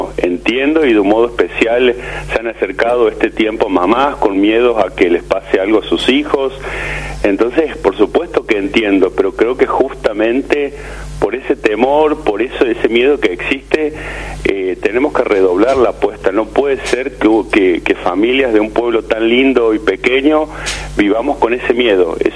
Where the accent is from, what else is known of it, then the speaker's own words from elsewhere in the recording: Villa Valeria, Córdoba, Argentina; pero hoy me toca a mí luchar para que en mi pueblo hoy de Villa Valeria no exista droga